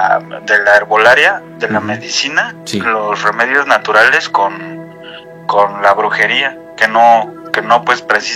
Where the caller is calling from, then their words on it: State of Mexico, Mexico; Del Estado de México.